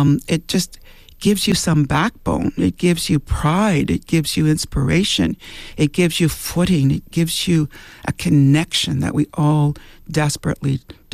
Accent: Temagami, Ontario, Canada; When I grew up in Tomogamy, Northern Ontario, but I think this is true for all across Canada, really

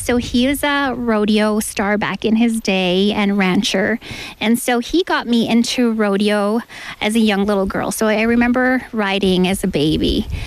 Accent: Kakawishtahau Cree Nation, Saskatchewan, Canada; And I'm originally from Kakawishtahau Cree Nation in Saskatchewan.

